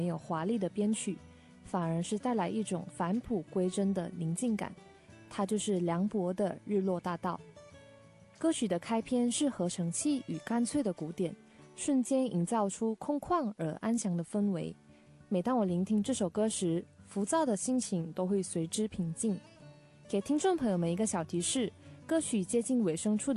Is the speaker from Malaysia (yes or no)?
yes; Malaysia; now in China; 我是来自暨南大学的马来西亚留学生